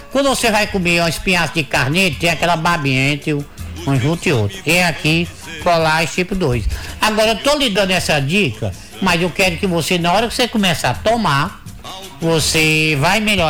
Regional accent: Northeast Region, Brazil

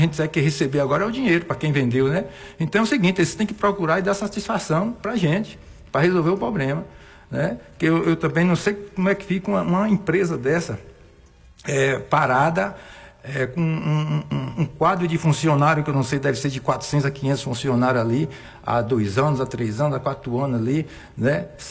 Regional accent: Brazil; do lugar onde eu nasci e criei no Colônia, moro no meu lugar

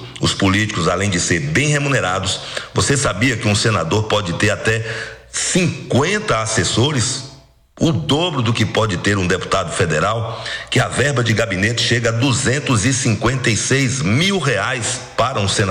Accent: Bahia, Brazil; nós estamos aqui como baianos querendo uma resposta.

